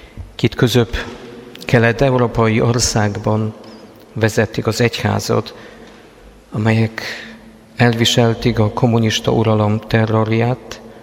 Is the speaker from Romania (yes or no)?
no; Poland; Hungarian is a second language; now in Hungary; A lengyel történészek, én lengyel vagyok, bevallom, vagy már most félig magyar